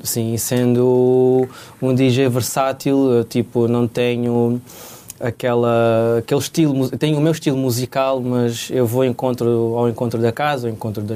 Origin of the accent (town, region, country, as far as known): Beja, Alentejo, Portugal